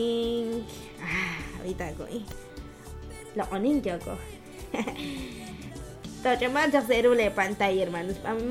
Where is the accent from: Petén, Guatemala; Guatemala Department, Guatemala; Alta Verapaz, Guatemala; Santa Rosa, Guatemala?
Petén, Guatemala; Poptún; yo soy de aquí, hermanos, yo soy de aquí, de Poctum.